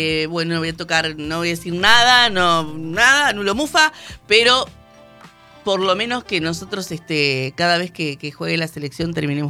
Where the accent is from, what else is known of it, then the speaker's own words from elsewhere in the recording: Argentina; los argentinos sabemos un montón de fútbol.